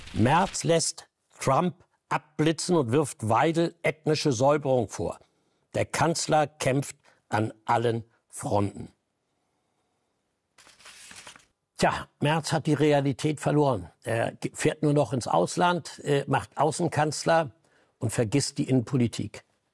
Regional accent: Germany; als Deutscher

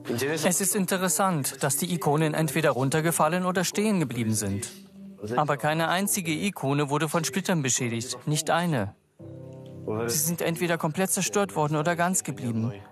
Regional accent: France; moved away as an adult; now in Donetsk, Ukraine; wir als Franzosen

